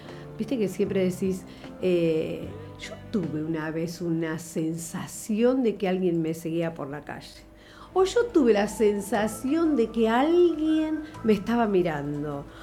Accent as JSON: {"language": "Spanish", "town": "General Villegas", "region": "Buenos Aires Province", "country": "Argentina", "tie": "born or raised there", "said": "Yo estaba en mi pueblo, en mi ciudad ahora, General Villegas"}